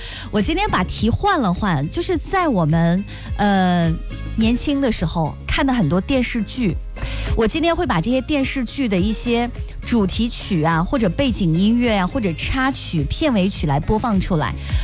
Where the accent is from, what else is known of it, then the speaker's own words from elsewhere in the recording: Henan, China; 感受一下我们河南人的热情，我们的大美河南，河南老家。